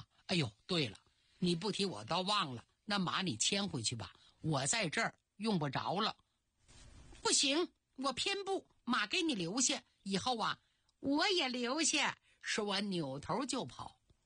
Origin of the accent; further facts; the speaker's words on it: Northeast China, China; 磕巴是我们东北话